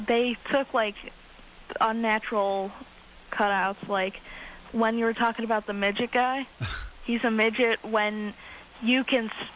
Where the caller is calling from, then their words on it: Webster, New York, United States; Webster. It's New York.